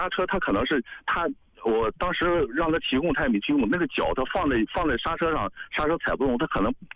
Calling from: Beijing, China; 我是在北京

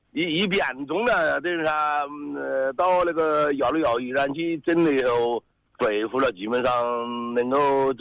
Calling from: Wuhan, Hubei, China; 我是汉口的那个侯府的。

